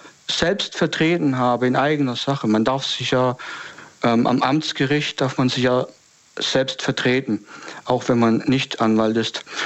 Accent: Baden-Württemberg, Germany; Ich komme aus der Gegend Stuttgart.

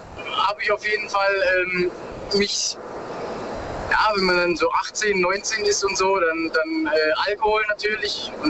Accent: Baden-Württemberg, Germany; Genau, ich komme aus der Nähe von Pforzheim, Karlsruhe, da die Gegend.

